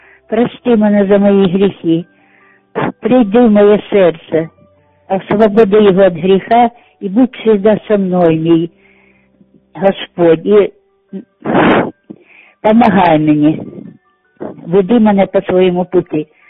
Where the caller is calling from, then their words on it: Sumy, Sumy Oblast, Ukraine; Я з Сум дзвоню